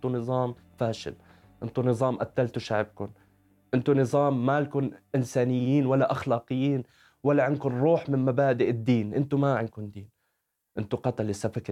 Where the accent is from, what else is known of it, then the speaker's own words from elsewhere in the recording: Palestine; احنا فلسطينية، احنا ما شكينا حالنا بالنزاع ولا تدخلنا، وأغلبيتنا من سنة 2012 أغلب الشباب الفلسطيني هاجر.